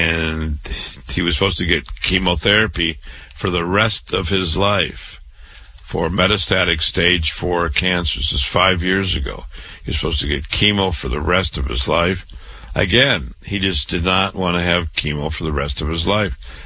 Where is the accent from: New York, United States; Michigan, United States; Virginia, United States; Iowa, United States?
Iowa, United States; Waterloo; born and raised in Waterloo, Iowa. I went to public schools, university, medical school